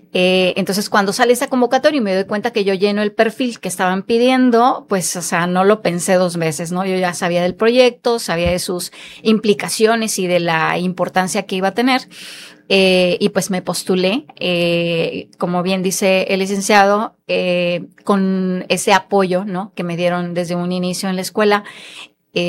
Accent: Tampico, Tamaulipas, Mexico; moved away as an adult; also born or lived in Paraíso, Tabasco / Comalcalco, Tabasco; now in Villahermosa, Mexico; hija adoptada de Tabasco, ya llevo aquí más de 20 años. Originalmente soy de Tampico, Tamaulipas.

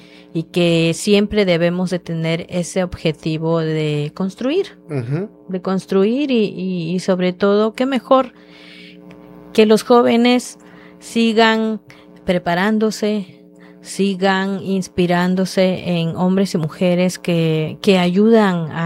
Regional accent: Nacajuca, Tabasco, Mexico; first language Maya; Spanish is a second language; mi lengua Yucatán Maya? Que … soy de Tecoluta, Nacajuca

